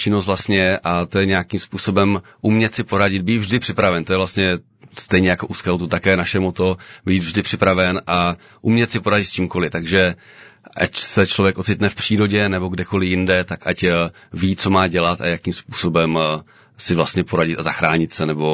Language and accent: Czech; Zábřeh, Olomouc Region, Czechia; Pocházím ze Zábřeha, respektive z Rudy, což je vesnice kousek od Zábřeha.